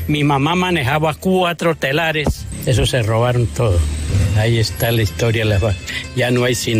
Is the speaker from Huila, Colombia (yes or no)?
no; Suaita, Santander, Colombia; Yo nací en San José de Suaita